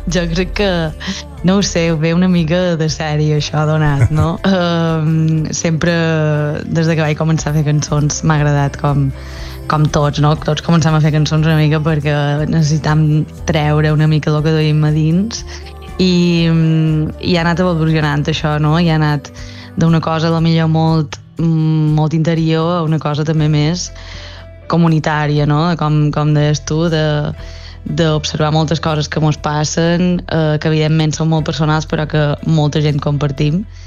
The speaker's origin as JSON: {"language": "Catalan", "region": "Balearic Islands", "country": "Spain", "said": "mallorquins tenim..."}